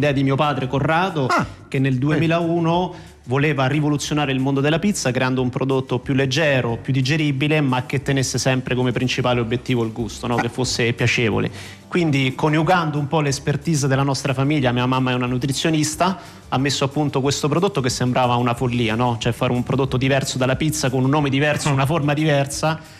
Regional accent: Rome, Lazio, Italy; A Roma, da dove vengo io

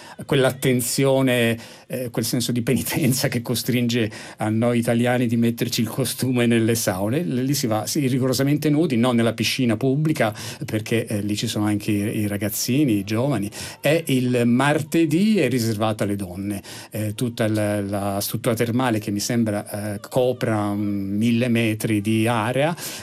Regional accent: Rome, Lazio, Italy; per noi che siamo romani

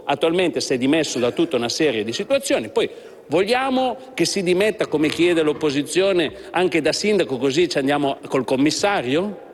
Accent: Asti, Piedmont, Italy; sono di Asti, ho fatto il vice sindaco di Asti

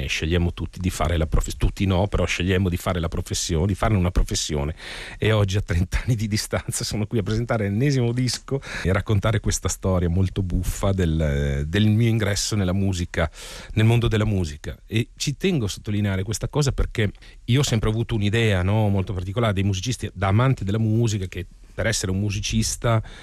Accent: Carpi, Emilia-Romagna, Italy; Io sono cresciuto a Carpi, in Emilia.

